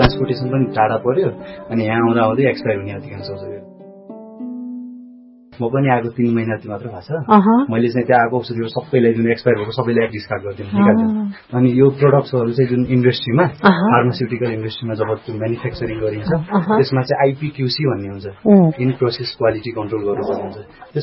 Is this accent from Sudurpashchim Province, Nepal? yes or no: no; Jumla, Karnali Province, Nepal; moved away as an adult; now in Humla, Nepal; मेरो घर चाहिँ जुम्ला हो।